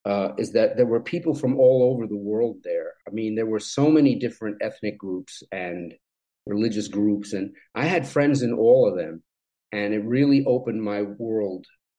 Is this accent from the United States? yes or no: yes; Yonkers, New York, United States; also born or lived in Ireland; But I remember growing up in Yonkers, New York, which is like Brooklyn North.